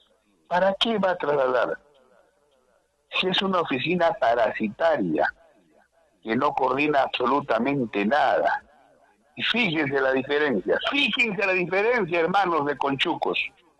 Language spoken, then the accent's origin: Spanish; Peru